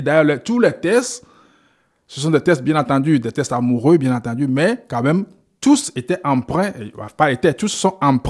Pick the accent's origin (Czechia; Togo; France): Togo; Lomé, Maritime; moved away as an adult; now in Belgium; Je suis togolais d'origine. Et Lomé, où je suis né, garde pour moi le charme de l'enfance.